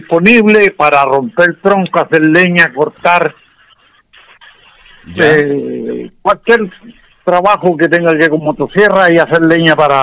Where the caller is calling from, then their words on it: Chimbarongo, O'Higgins, Chile; De Chimbarongo.